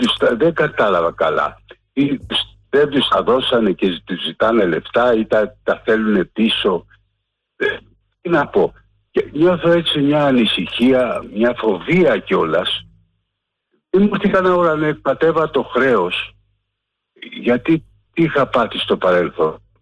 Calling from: Aigaleo, Attica, Greece; από Εγάλεο.

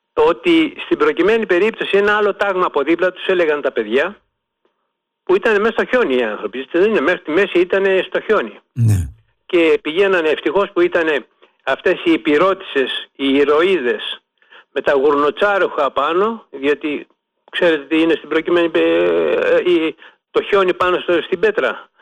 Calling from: Ano Boularioi, Peloponnese, Greece; είμαστε από το Γερολιμένα. Με το Επίνιο στο Γερολιμένα και από τους Πάνω Μπουλαριούς, το συγκεκριμένο μας χωριό.

